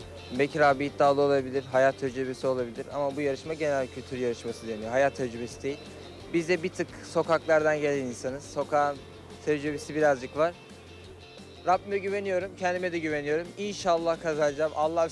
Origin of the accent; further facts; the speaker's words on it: Erzurum, Turkey; Erzurumluyum, 19 yaşındayım.